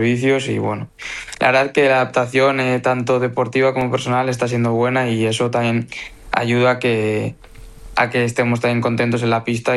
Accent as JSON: {"language": "Spanish", "town": "Pamplona", "region": "Navarre", "country": "Spain", "lives_now": "Pontevedra, Spain"}